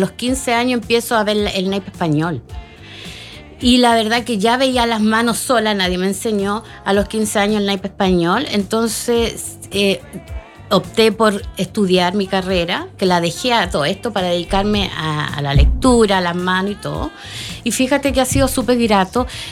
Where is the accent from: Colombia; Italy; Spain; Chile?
Chile; Santiago, Santiago Metropolitan Region; Yo soy de Santiago.